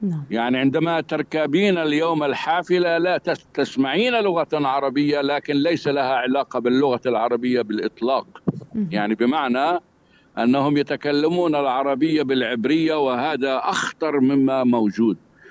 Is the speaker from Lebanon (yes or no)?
no; Palestine; هل نحن كفلسطينيين وكعرب ومسلمين